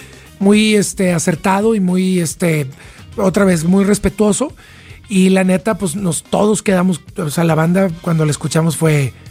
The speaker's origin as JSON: {"language": "Spanish", "town": "Monterrey", "region": "Nuevo León", "country": "Mexico", "said": "somos estos músicos regios que pues, todavía seguimos aportando y queriendo levantar la mano con mucho respeto para decir aquí está México, aquí está el norte de México, aquí está Monterrey."}